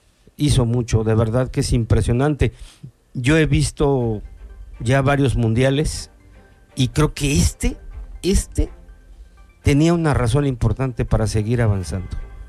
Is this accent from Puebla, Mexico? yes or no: yes; Tehuacán, Puebla, Mexico; primero como tehuacaneros, como poblanos y como mexicanos